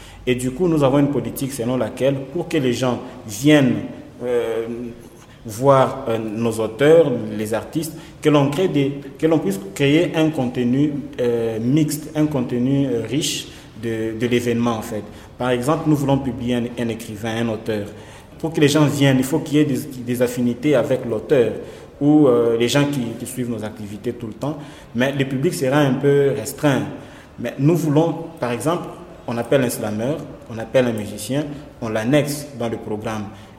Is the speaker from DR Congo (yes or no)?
yes; Kolwezi, Lualaba, DR Congo; born or raised there; moved away as an adult; also born or lived in Lubumbashi